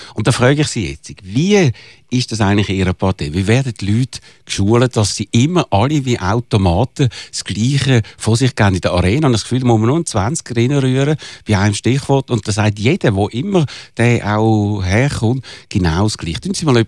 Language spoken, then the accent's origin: German; Switzerland; Also ich wähle jetzt nicht SVP, bin ich da damit kein Schweizer?